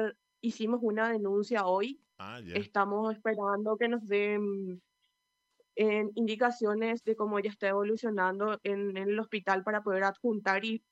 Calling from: Fernando de la Mora, Central, Paraguay; Somos de Fernando

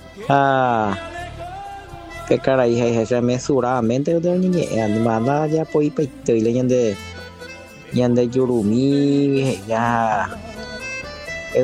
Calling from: San Juan Bautista, Misiones, Paraguay; Yo soy de San Juan, Botita Misión

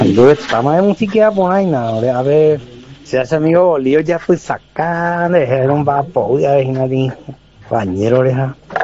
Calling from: Ponta Porã, Mato Grosso do Sul, Brazil; de Ponta Poná.

